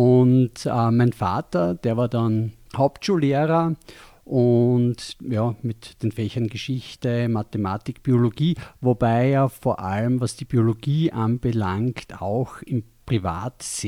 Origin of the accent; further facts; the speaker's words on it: Feldbach, Styria, Austria; also born or lived in Graz / Kirchberg an der Raab; aufgewachsen bin im Raum Feldbach, war dann eine Zeit lang in Graz, habe dann meine jetzige Frau kennengelernt. Wir waren dann in Kirchberg an der Raab